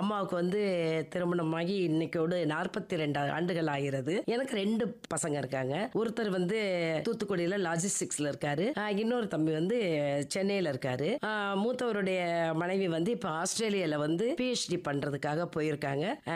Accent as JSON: {"language": "Tamil", "town": "Madurai", "region": "Tamil Nadu", "country": "India", "tie": "born there", "also_born_or_lived": "Sivaganga district", "said": "நான் பிறந்தது வந்து சிவகங்கை மாவட்டம். 1961 பிறந்தேன். அதுக்கப்புறம் வந்து சிவகங்கை மாவட்டத்தில் இருந்து மதுரைக்கு வந்து இப்போ 63 ஆகின்றது. இந்த 63 மதுரை தான் எனக்கு எல்லாமே இருக்கு."}